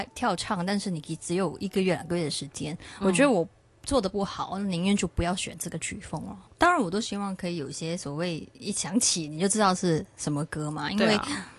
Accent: Singapore; 其实我童年不在香港长大，就是在新加坡，

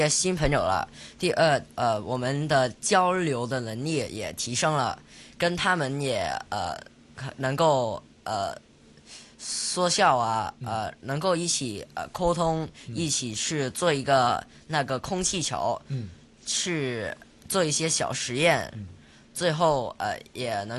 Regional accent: Hong Kong; first language Cantonese; Chinese is a second language; 但是他们不是很懂我们香港人说广东话

